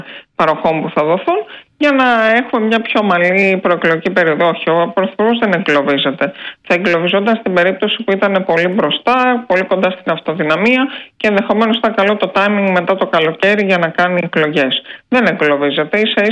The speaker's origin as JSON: {"language": "Greek", "country": "Greece", "said": "εμείς αγαπάμε την Ευρώπη ως Έλληνες"}